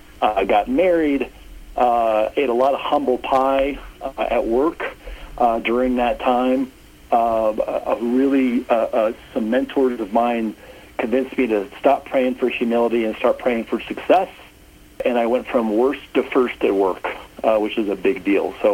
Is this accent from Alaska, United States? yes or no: no; Texas, United States; also born or lived in Oklahoma; My mom's a farmer's daughter from North Dakota. My dad's a city slicker from Philadelphia. I was born in Oklahoma, and I grew up in Texas.